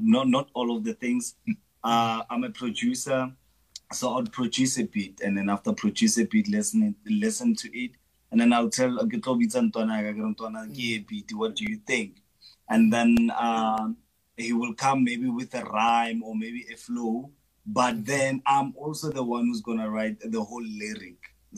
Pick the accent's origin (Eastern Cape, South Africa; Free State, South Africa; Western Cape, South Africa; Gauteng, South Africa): Gauteng, South Africa; Soshanguve; moved away as an adult; now in Johannesburg, South Africa; We grew up in Soshanguve, right? Whereby it's a dusty street, get dusty fella, everyone hustled through the corners.